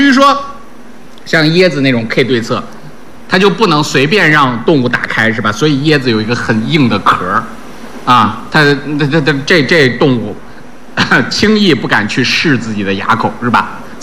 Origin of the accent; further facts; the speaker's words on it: China; 我们中国人